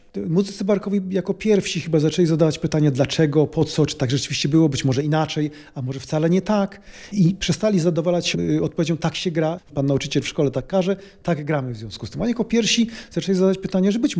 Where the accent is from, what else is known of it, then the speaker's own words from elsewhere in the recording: Nowa Sól, Lubusz Voivodeship, Poland; also born or lived in Poznań; Nowa Sól to miasto moje równie bardzo jak Poznań. W tym mieście się wychowałem, dlatego że jestem poznaniakiem z urodzenia, jestem pyrą poznańską i moja rodzina ma też wielkopolskie korzenie z obydwu stron. Natomiast trafiliśmy dosyć wcześnie do Nowej Soli i cała moja szkoła podstawowa, w zasadzie już przedszkole, to jest Nowa Sól.